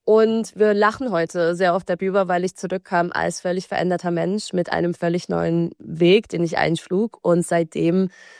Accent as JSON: {"language": "German", "town": "Baden-Baden", "region": "Baden-Württemberg", "country": "Germany", "tie": "born or raised there", "said": "Ich möchte, dass es so etwas auch in meiner Heimatgemeinde gibt. Und so ging das dann los, dass ich in Baden-Baden ein jüdisches Jugendzentrum mitgegründet habe"}